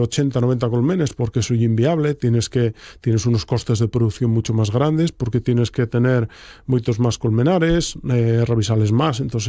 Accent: Oviedo, Asturias, Spain; Y yo nací en Uvieu y críeme en Uvieu y pasé toda la vida en Uvieu hasta los 27 o 28.

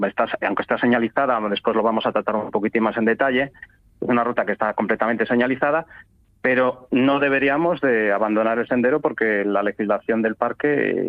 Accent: Cangas de Narcea, Asturias, Spain; esta vez decidí tirar para mi tierra, a Cangas de Narcea

